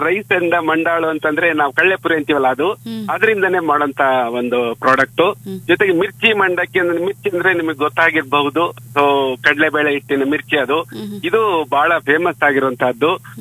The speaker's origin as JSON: {"language": "Kannada", "town": "Siruguppa", "region": "Karnataka", "country": "India", "tie": "born or raised there", "said": "ನಾನು ಹುಟ್ಟಿ ಬೆಳೆದಂತ ಊರು ಬಳ್ಳಾರಿ ಜಿಲ್ಲೆಯ ಸಿರುಗುಪ್ಪ ಅಂತ."}